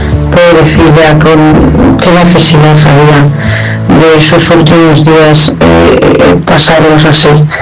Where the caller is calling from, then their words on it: Madrid, Community of Madrid, Spain; de Madrid